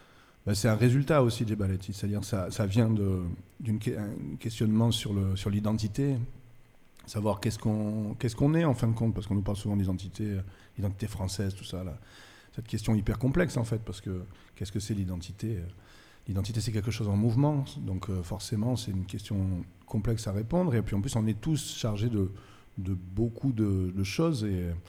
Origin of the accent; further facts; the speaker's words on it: Nice, Provence-Alpes-Côte d'Azur, France; born there; Et moi, je suis né à Nice.